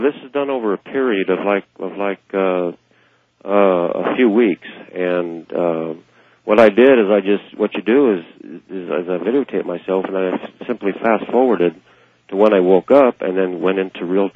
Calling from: Nevada, United States; from Nevada.

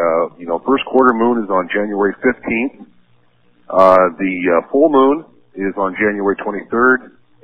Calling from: South Dakota, United States; from South Dakota.

